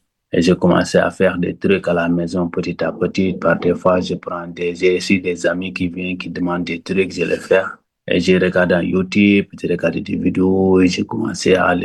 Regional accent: Senegal; now in Essaouira, Morocco; moi, mes origines, mes cousins chez moi au Sénégal

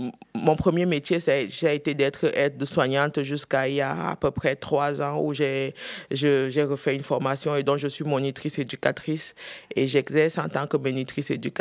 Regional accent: Dschang, West, Cameroon; moved away; le nom d'où je viens, c'est la région de Tchang, qui est dans l'ouest du Cameroun, la région montagneuse.

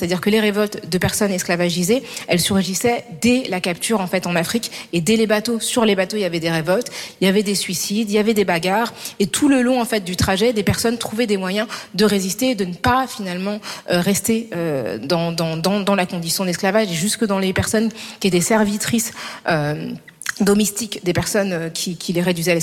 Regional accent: France; je suis française

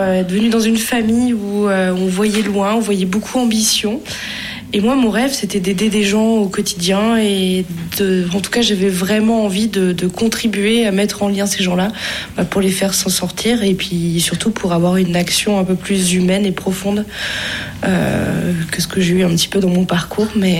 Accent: Auvergne-Rhône-Alpes, France; je suis contente d'être revenue aujourd'hui finalement à côté de Lyon, puisque c'est là où j'ai grandi et je suis installée

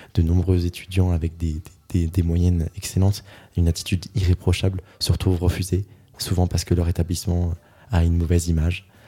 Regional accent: France; certes on est français, on est fiers de l'être

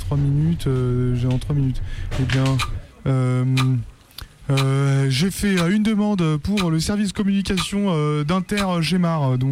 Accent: Clermont-Ferrand, Auvergne-Rhône-Alpes, France; je viens de Clermont-Ferrand, clairement pas de taf.

